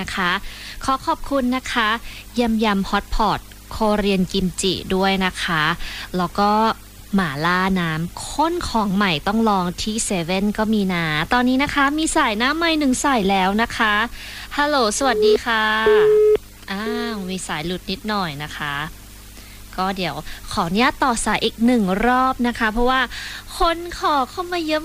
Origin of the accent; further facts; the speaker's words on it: Bang Kruai, Nonthaburi, Thailand; โอ้โหรู้ได้ไงว่าหนูเป็นคนนนทบุรีเป็นคนบางกรวยเนี่ย